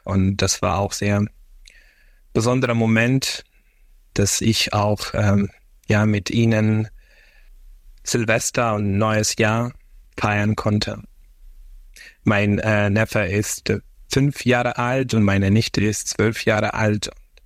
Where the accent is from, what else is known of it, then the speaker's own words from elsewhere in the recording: Odesa, Odesa Oblast, Ukraine; aber auch in Odessa, meine Heimatstadt, wurde auch mehrmals geschossen, dass auch mein Haus in Odessa, also unser Haus, durch einen Raketenangriff auch beschädigt wurde.